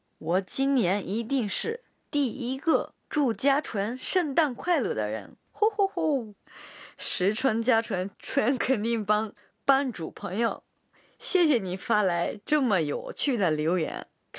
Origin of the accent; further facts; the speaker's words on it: Yamaguchi, Japan; Chinese is a second language; 我的故乡山口也有不少美景，有些景色我从小就特别熟悉，